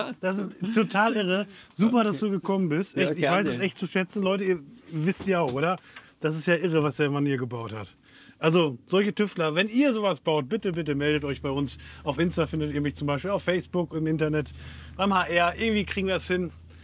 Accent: Netherlands; German is a second language; Dabei bin ich eigentlich Holländer, ne? Und jetzt bin ich dann doch italienische.

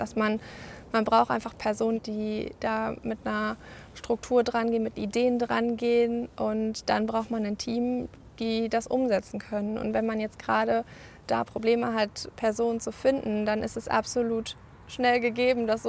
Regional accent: Melln, Germany; born there; also born or lived in Dortmund; ich bin gebürtige Mellnerin und auch nach meinem Studium in Dortmund dann wieder hier hingezogen und bin Gründungsmitglied der Dorfenergiegenossenschaft in Melln.

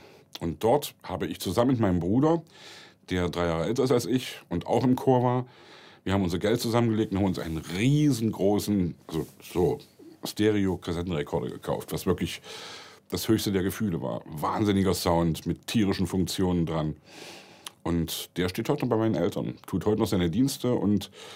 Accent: Leipzig, Saxony, Germany; Ich komme ja aus Leipzig und in Leipzig 2-mal im Jahr Messe.

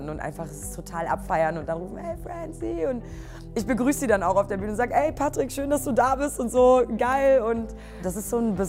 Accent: North Rhine-Westphalia, Germany; ich erzähle dann auch voll gerne, ey, ich komme aus dem Kreis Heinsberg

